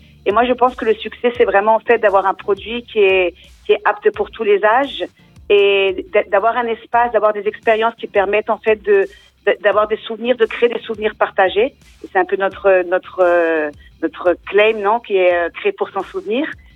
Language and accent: French; Strasbourg, Grand Est, France; now in Spain; je suis de Strasbourg.